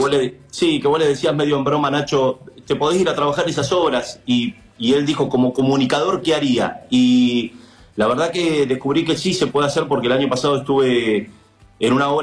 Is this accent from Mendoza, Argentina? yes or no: no; Villa Regina, Río Negro, Argentina; also born or lived in La Plata / Río Gallegos; Hice el colegio acá, primaria, secundaria, después me fui a otros lugares y volví a Regina